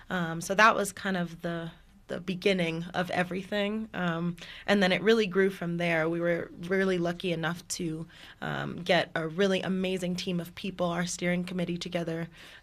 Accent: Denver, Colorado, United States; I am a black woman born and raised in Denver, Colorado.

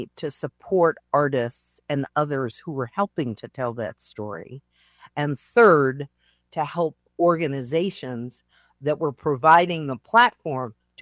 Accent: Denver, Colorado, United States; moved away; So I was really fascinated that my hometown had done this.

